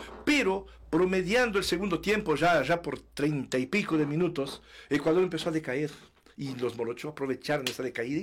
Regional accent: Uruguay; es lo mismo que acá en Uruguay

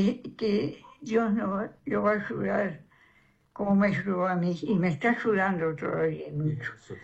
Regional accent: Salto, Uruguay; Sí, de acá de Salto, soy de acá de Salto, sí.

